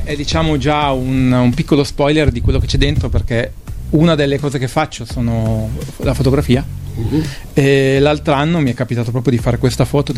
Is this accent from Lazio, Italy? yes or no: no; Biella, Piedmont, Italy; also born or lived in Osasio; now in Moncalieri, Italy; adesso vivo a Moncaglieri, in collina di Moncaglieri, sono originario in realtà di Biella.